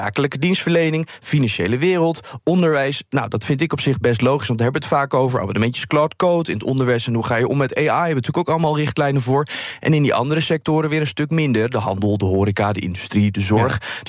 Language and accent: Dutch; Netherlands